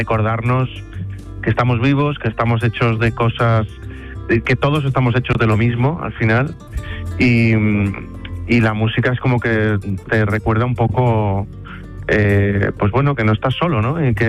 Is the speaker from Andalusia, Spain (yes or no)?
yes; Seville, Andalusia, Spain; que tengo muchas ganas de volver a mi tierra, de volver a Sevilla, que Sevilla para mí es, bueno, no es solo una ciudad